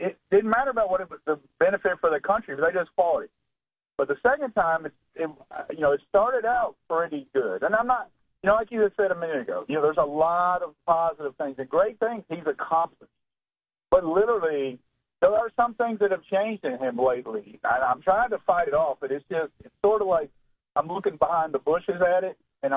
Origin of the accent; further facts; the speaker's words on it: Tennessee, United States; I'm from East Tennessee.